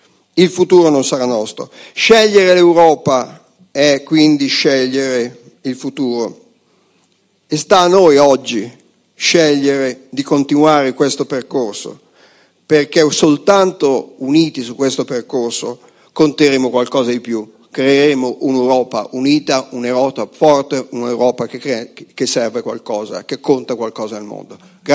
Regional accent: Cremona, Lombardy, Italy; io sono di Cremona.

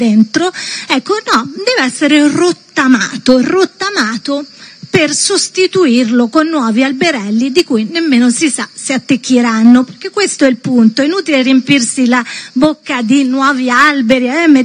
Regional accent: Rome, Lazio, Italy

